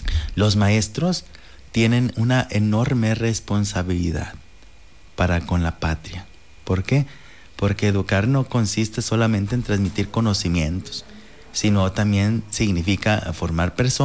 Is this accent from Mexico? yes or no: yes; Mexico; Nosotros como mexicanos